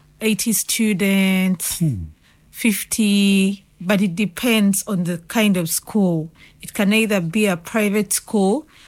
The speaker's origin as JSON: {"language": "English", "country": "Uganda", "second_language": "English", "said": "I am 29 years old. I come from Uganda."}